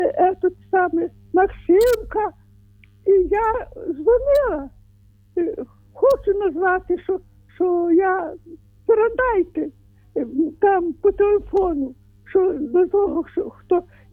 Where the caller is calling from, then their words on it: Rivne, Rivne Oblast, Ukraine; Я з Рівно, Петра і Павла, парафія моя … звуть мене вже всі так.